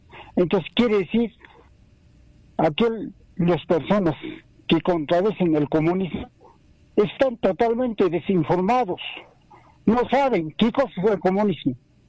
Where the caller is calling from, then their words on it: Peru; Le llamo de provincia de Azanga, del medio rural.